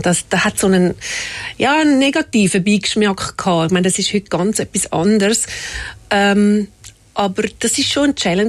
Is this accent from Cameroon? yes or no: no; Horgen, Zurich, Switzerland; Ich bin in Horgen aufgewachsen.